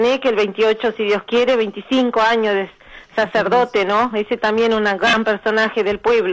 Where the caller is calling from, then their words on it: Canelones, Uruguay; Desde Canelones